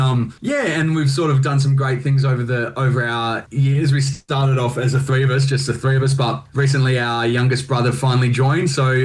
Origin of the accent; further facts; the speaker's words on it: Collie, Western Australia, Australia; Yeah, we're originally from Western Australia. We're born and raised in a town called Collie, which was about 2 hours south of Perth.